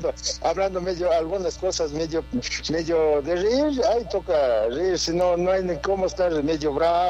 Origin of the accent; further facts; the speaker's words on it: Cotopaxi, Ecuador; de mi tierra, de Chiñalo Alto